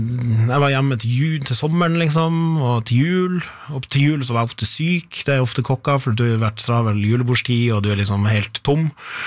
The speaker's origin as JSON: {"language": "Norwegian", "town": "Sigerfjord", "region": "Nordland", "country": "Norway", "said": "Og da flytta liksom to av sønnen til Sigefjorden der jeg er fra, tok med seg blant annet det huset jeg bor"}